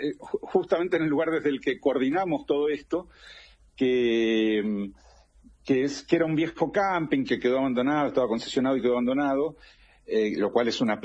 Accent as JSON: {"language": "Spanish", "region": "Buenos Aires", "country": "Argentina", "tie": "born or raised there", "also_born_or_lived": "Cobunco (south of Argentina)", "moved": "as an adult", "lives_now": "San Francisco, San Luis, Argentina", "said": "muy chiquito que se llama Cobunco, de 200 habitantes. Pero viví casi toda mi vida en Buenos Aires, salvo algún pequeño periodo en el exterior, casi toda mi vida en la ciudad de Buenos Aires."}